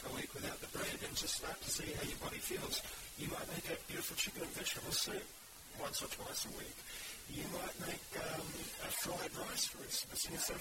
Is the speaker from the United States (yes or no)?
no; Australia; I eat emu because that's native to my country.